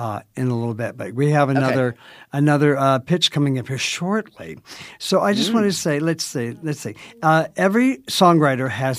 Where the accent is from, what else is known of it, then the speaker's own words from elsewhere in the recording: United States; I'm American.